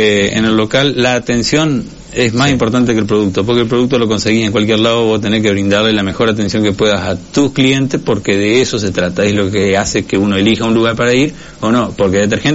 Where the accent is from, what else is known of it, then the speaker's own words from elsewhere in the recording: Argentina; tenemos que creer en nosotros como argentinos